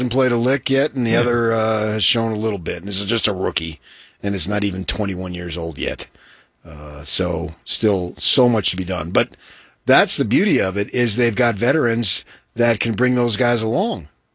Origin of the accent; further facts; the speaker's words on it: Northeast, United States; No, I'm from the Northeast, and I'm freaking downright darn proud of it.